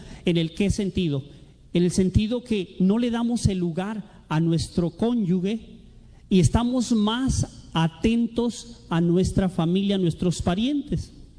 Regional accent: Tijuana, Baja California, Mexico; born there; Yo nací aquí en Tijuana

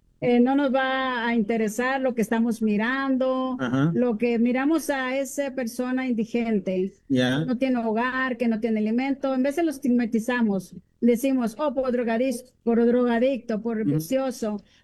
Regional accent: Mexico; now in United States; Yo soy de México.

